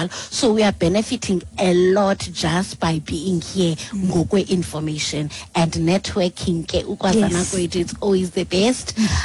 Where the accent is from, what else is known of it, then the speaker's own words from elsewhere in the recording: Eastern Cape, South Africa; we're from the Eastern Cape